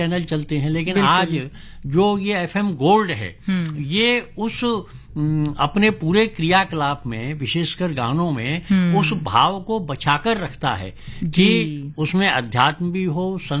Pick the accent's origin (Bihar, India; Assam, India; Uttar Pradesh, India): Uttar Pradesh, India